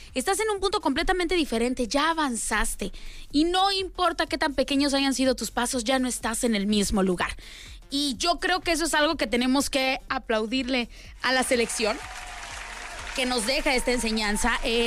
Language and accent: Spanish; Mexico; Porque así somos los mexicanos.